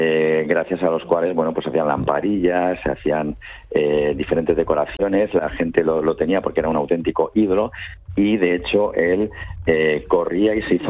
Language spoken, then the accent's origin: Spanish; Spain